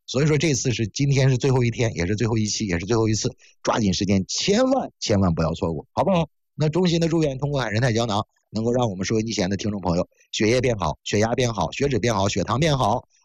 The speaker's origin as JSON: {"language": "Chinese", "region": "Northeast China", "country": "China", "said": "是我是东北人，我哪见这些东西啊？"}